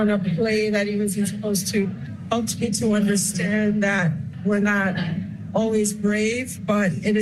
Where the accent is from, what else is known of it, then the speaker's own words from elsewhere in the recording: Haiti; I grew up in Haiti. during a dictatorship.